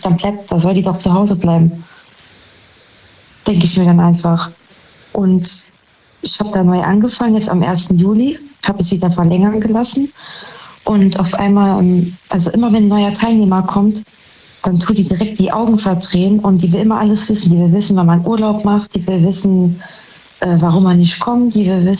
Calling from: Saarbrücken, Saarland, Germany; Saarbrücken.

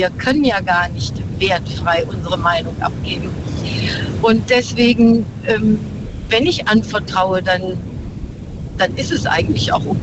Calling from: North Rhine-Westphalia, Germany; In der Nähe von Köln und ich komme aus Stuttgart gerade.

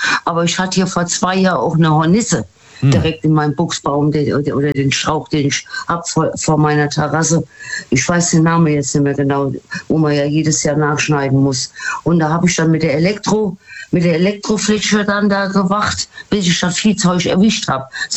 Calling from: Rhineland-Palatinate, Germany; Aus dem Westerwald.

